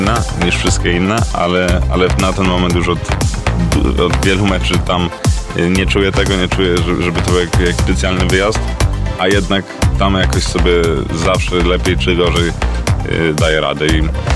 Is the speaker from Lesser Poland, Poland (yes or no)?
yes; Tarnów, Lesser Poland, Poland; Janusz Kowal jest z Tarnowa, ja tak samo jestem z Tarnowa